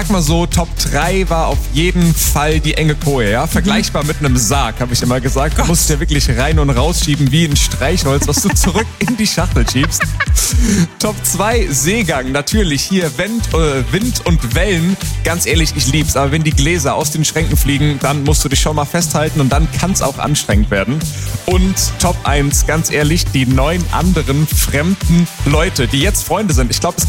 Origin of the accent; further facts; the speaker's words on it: Greece; Ja, ich komme aus dem Meer, bin Grieche.